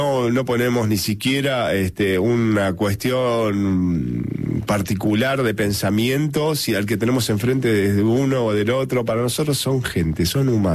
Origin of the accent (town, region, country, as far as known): Argentina